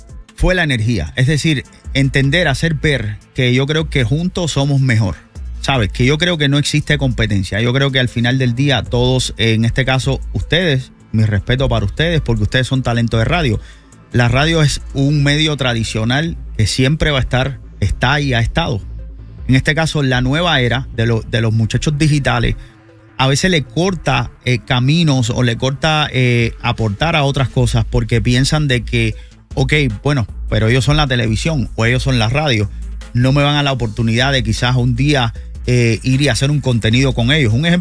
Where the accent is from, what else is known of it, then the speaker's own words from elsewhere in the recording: Cuba; now in Miami, United States; dado a que yo soy uno de los pocos, diría yo, quizás el único cubano comunicador cubano, urbano, ¿ok?